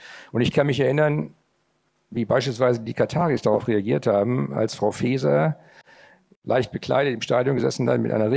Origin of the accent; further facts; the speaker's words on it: Northern Germany, Germany; Ich bin auch Norddeutscher